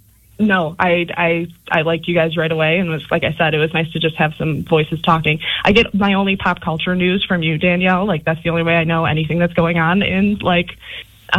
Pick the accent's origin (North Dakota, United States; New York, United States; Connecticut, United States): New York, United States; I'm originally from Western New York. Okay. So a little bit north of Niagara Falls.